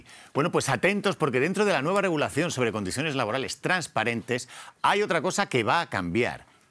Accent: Bailén, Andalusia, Spain; Bueno, y 3 son en Bailén, en mi pueblo

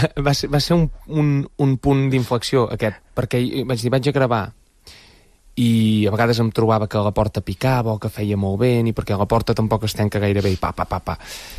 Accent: Torre d'Oristà, Catalonia, Spain; De la Torre d'Oristà, sí.

